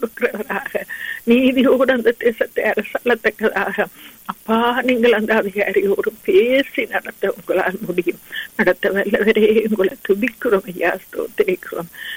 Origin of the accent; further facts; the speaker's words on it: Sri Lanka; moved away; நாங்கள் பிறந்து வளர்ந்த இலங்கை தீவுக்காக வருகிறோம்.